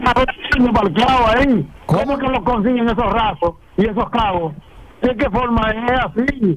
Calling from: Neiba, Bahoruco, Dominican Republic; Yo soy de Neiva

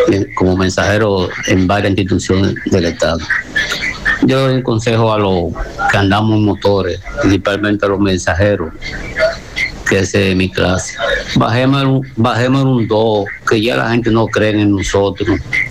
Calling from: Santo Domingo, Distrito Nacional, Dominican Republic; Yo soy dirigente comunitario, soy de Guachupita.

